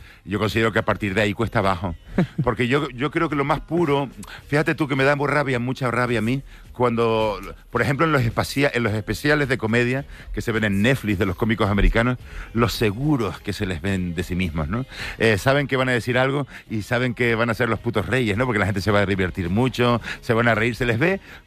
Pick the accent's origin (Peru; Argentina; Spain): Spain; Canary Islands; moved away as an adult; also born or lived in London; soy de Canarias